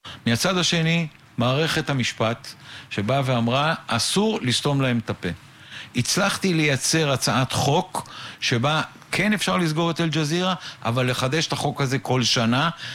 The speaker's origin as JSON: {"language": "Hebrew", "town": "Beersheba", "region": "Southern District", "country": "Israel", "tie": "born or raised there", "said": "אני גדלתי בבאר שבע."}